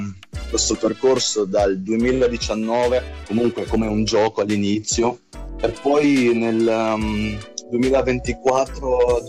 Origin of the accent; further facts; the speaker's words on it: Fano, Marche, Italy; Io vengo dalle Marche, Fano, città di Fano. Di origine, sono di Plutone.